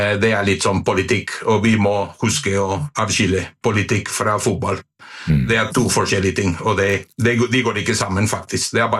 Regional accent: Madrid, Community of Madrid, Spain; Norwegian is a second language; now in Norway; jeg fra Madrid

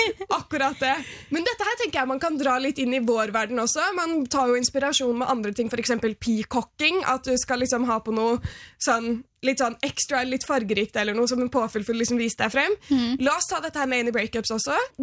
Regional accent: Oslo, Norway; jeg er fra Nordstrand.

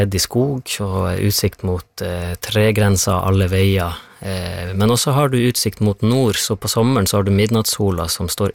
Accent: Troms, Norway; jeg vokste opp innerst I Storfjorden, I bunnen av fjorden, en liten bygd som heter Otern, Tjavkos eller Saukonen. Alle bygden har som regel navn på tre språk. Mm. Det omgitt av temmelig høye fjell

